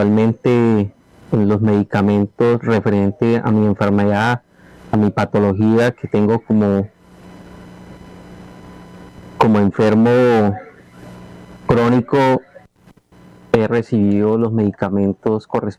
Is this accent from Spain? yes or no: no; Colombia; yo como colombiano, como servidor público al servicio del Estado, con 27 años de servicio